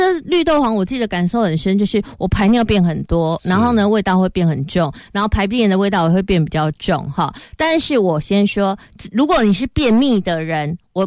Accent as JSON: {"language": "Chinese", "country": "Taiwan", "said": "不是只有我们台湾人在吃"}